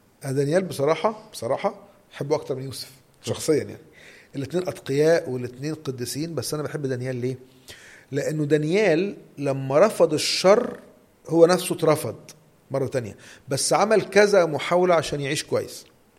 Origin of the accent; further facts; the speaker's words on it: Egypt; بلغتنا كمصريين